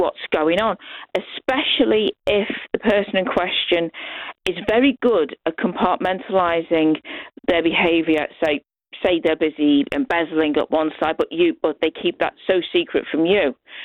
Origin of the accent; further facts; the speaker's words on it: Liverpool, North West England, United Kingdom; But then again, I'm from Liverpool and we are a bit of a suspicious bunch at the best of times.